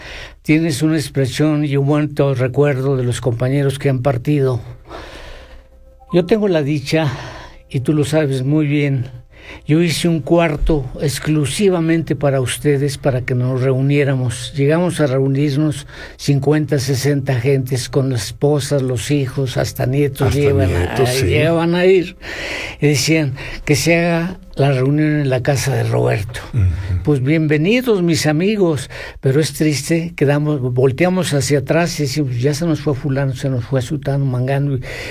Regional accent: Mexico; nosotros como mexicanos somos muy flojos.

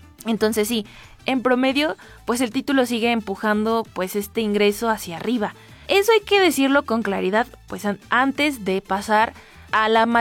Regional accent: Tulancingo, Hidalgo, Mexico; en donde yo soy, que yo soy de Tulancingo.

